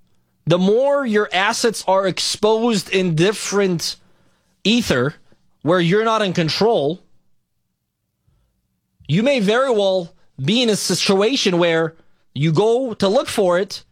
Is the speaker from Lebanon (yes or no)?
yes; Beirut, Beirut Governorate, Lebanon; When I was a kid growing up in Lebanon, Beirut, we were going through a civil war